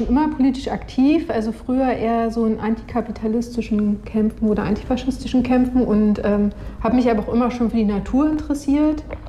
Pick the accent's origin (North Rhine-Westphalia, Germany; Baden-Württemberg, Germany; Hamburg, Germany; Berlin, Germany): Berlin, Germany; now in Cottbus, Germany; Ich habe mir bewusst Brandenburg ausgesucht, weil ich komme eigentlich auch aus Berlin, weil ich die Natur hier sehr liebe. Und Cottbus hat sich dann spontan ergeben, weil es ein Hausprojekt gibt, wo ich dann hingezogen bin.